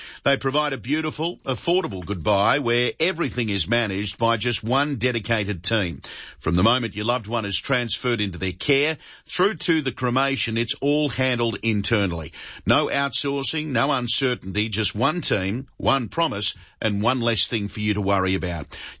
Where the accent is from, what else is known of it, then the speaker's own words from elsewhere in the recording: Australia; when I go overseas, I proudly tell people that I'm Australian